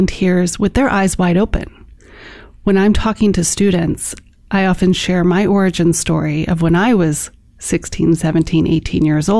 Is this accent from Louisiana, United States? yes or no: no; Chicago, Illinois, United States; born or raised there